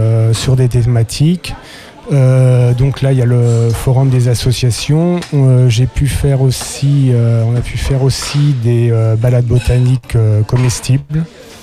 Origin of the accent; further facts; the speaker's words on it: Pays de la Loire, France; also born or lived in Marseille; J'ai passé donc mon enfance à Sellery-Boul